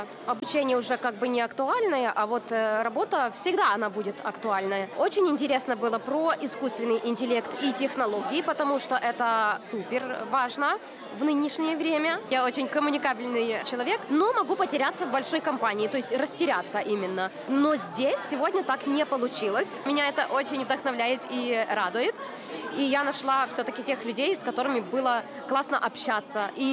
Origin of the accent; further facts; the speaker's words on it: Minsk, Belarus; я из Минска.